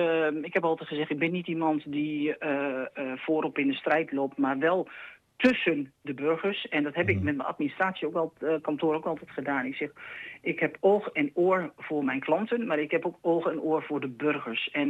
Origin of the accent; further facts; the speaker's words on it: Netherlands; Ik ben 61 jaar. Ik ben geboren en getogen in Waterveld. En ik woon nog steeds in Waterveld.